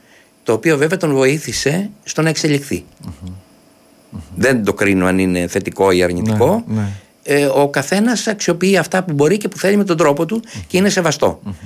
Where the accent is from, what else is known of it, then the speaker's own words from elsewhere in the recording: Kefalonia, Ionian Islands, Greece; moved away as an adult; also born or lived in Athens; αισθανόμουν οικία και στην Αθήνα ως Κεφαλονίτης.